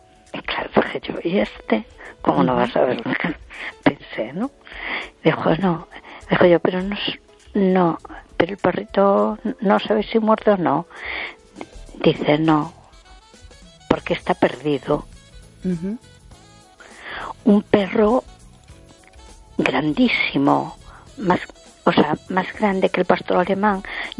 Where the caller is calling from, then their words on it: A Coruña, Galicia, Spain; de Coruña.